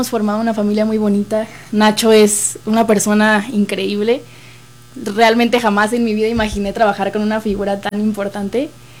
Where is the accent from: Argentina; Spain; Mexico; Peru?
Mexico; Monterrey, Nuevo León; now in Mexico City, Mexico; vengo de Monterrey